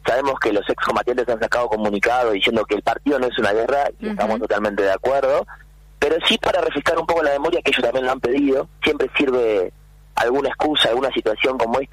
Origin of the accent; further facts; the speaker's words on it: Argentina; soy argentino